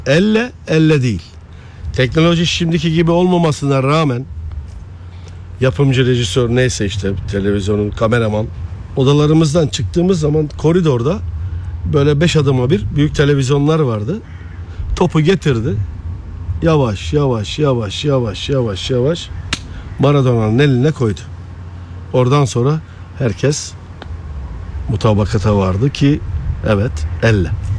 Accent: Adana, Turkey; ben nasılsa Adanalıyım

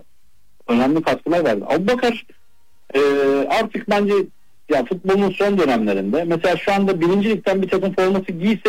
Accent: Istanbul, Turkey; born there; Ben de Eyüp Sultan doğumluyum zaten.

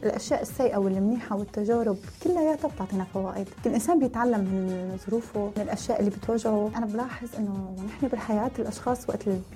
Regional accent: Syria; now in United Arab Emirates; ونحن كسوريين محبوبين بالإمارات. يعني أنا عن تجربتي أنا سلال تجربتي شي 7 سنين تاكي، بس نحن كسوريين شعب محبب بالإمارات

